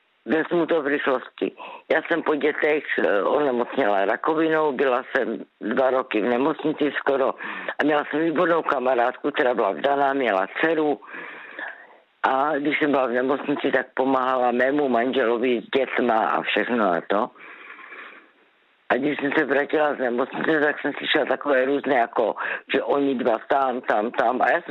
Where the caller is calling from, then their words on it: Zlín Region, Czechia; zdravím všechny posluchače, hlavně z Valach, protože jsem z Valašska.